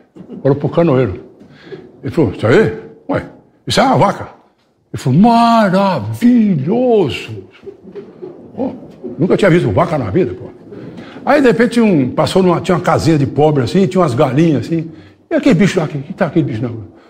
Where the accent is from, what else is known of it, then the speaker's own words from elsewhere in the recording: São Joaquim da Barra, São Paulo, Brazil; o trem chegou em São Joaquim da Barra, que é a minha terra. O trem parou lá, que era Mogiana, vinha de Uberlândia. Parou o trem lá e a minha terra era a terra da banana